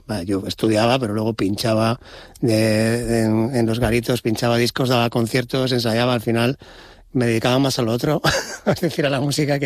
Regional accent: Santander, Cantabria, Spain; born there; yo nací en Santander, efectivamente en Cantabria.

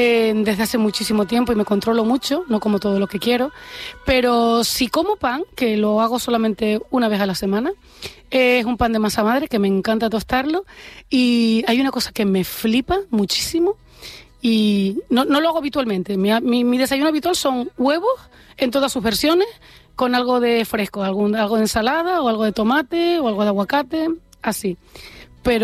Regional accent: La Palma, Canary Islands, Spain; born there; Y luego en La Palma me voy a mi restaurante favorito, que está en mi pueblo

